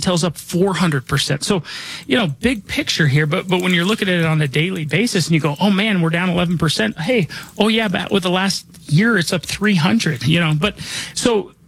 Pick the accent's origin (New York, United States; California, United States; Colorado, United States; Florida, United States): Colorado, United States; Denver; born or raised there